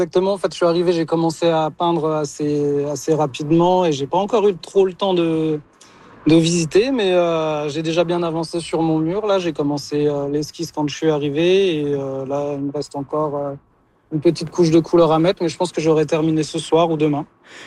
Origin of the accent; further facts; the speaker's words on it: Nancy, Grand Est, France; De Nancy, en France.